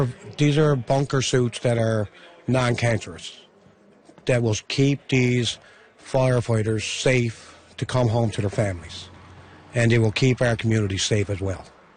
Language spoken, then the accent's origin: English; Riverhead, Newfoundland and Labrador, Canada; now in St. John's, Canada; So I am still from Riverhead St. Mary's Bay. I live in St. John's, but I am still a true Bayman.